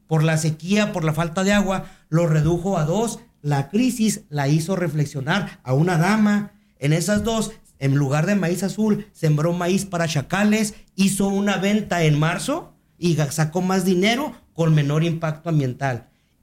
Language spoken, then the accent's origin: Spanish; Mexico; Pues mira, somos mexicanos todos.